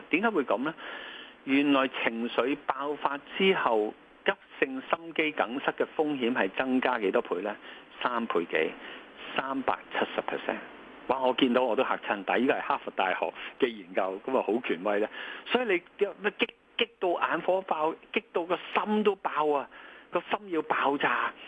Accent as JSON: {"language": "Cantonese", "country": "Hong Kong", "said": "我作為香港人、作為廣東人"}